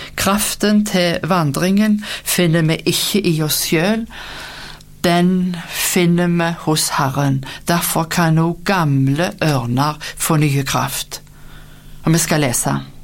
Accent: Rennesøy, Rogaland, Norway; moved away; hjemme på Rennesøy i Rogaland, der jeg kom ifra.

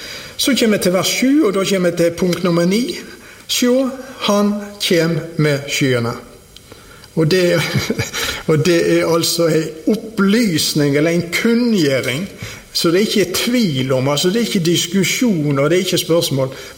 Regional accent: Osterøy, Vestland, Norway; born there; Jeg er født på Osterøyna, det er fødsel nummer 1. Jeg er født på et bedehus

